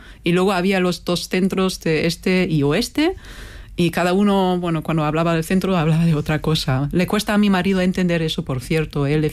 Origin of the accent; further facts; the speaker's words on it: Germany; Spanish is a second language; moved away as an adult; now in Madrid, Spain; soy alemana afincada en Madrid desde hace, pues diría casi 15 años con interrupciones, y estamos aquí.